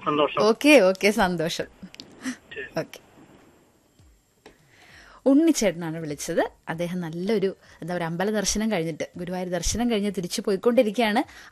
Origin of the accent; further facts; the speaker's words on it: Nettoor, Kerala, India; എറണാകുളത്ത് തന്നെയാണ്, നെട്ടൂർ എന്നുള്ള സ്ഥലത്ത്.